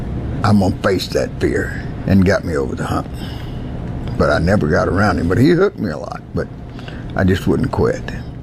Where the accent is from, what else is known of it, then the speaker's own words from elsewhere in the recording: Blanco, Texas, United States; born there; I was born in Blanco, Texas in 1954 in the courthouse because in Blanco, Texas, the courthouse was in front and the hospital was in back.